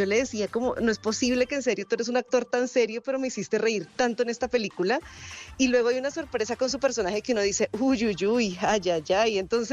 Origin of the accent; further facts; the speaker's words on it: Bogotá, Colombia; estuve en Los Ángeles y estuve en Bogotá, pues en mi tierra